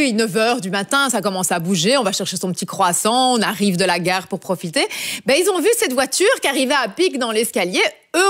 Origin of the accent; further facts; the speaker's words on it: Belgium; Les Belges, on s'illustre particulièrement dans ces GPS.